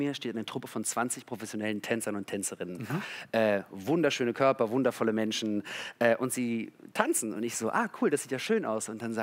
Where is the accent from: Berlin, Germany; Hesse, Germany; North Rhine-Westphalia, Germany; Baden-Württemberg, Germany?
Berlin, Germany; Ich bin in Berlin-Neukölln aufgewachsen, also alles gut.